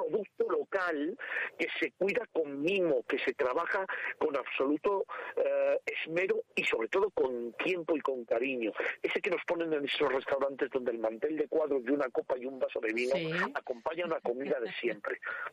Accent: Madrid, Community of Madrid, Spain; soy de Madrid, ¿eh? Soy de Madrid, ¿vale? Lo que pasa que mi madre era extremeña, fíjate que simbiosis. Mi madre extremeña, mi padre de Jaca, aragonés.

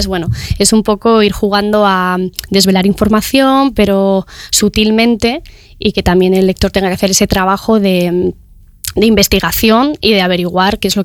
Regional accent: Burgos, Castile and León, Spain; born there; me siento una burgalesa orgullosa de su tierra, ¿vale? De donde ha nacido.

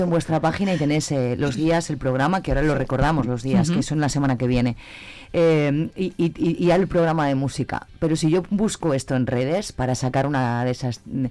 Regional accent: Zamora, Castile and León, Spain; incluso siendo zamoranos

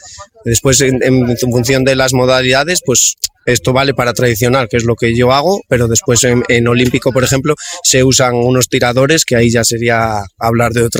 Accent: Cantabria, Spain; Y yo, que por ejemplo somos de Cantabria

